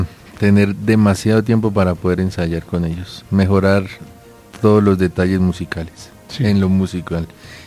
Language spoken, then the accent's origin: Spanish; Boyacá, Colombia; como somos de Boyacá